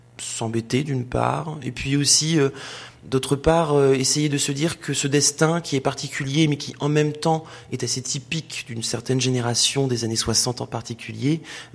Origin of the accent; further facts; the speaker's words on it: northern France, France; accent: pointu; Bah, écoutez, moi, je viens du nord de la France, hein, j'ai l'accent pointu.